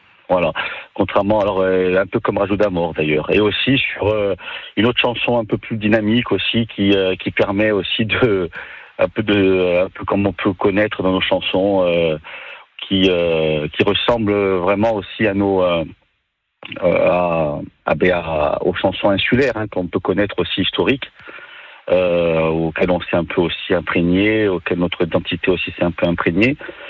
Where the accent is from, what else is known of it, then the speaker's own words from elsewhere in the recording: Corsica, France; Et aussi bientôt, on va jouer aussi même chez nous, en Corse.